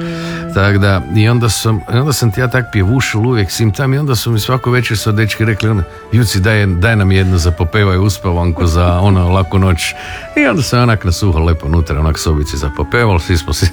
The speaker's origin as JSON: {"language": "Croatian", "town": "Hum na Sutli", "region": "Krapina-Zagorje County", "country": "Croatia", "tie": "born or raised there", "said": "Jesam. Rodom iz Huma na Sutli, da, s centra dole s broda."}